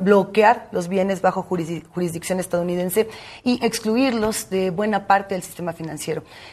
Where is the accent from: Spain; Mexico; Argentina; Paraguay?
Mexico